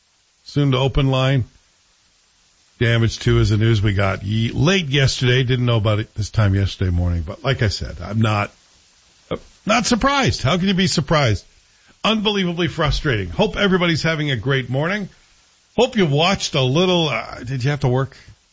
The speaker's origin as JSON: {"language": "English", "region": "Scotland", "country": "United Kingdom", "said": "I'm a Scot."}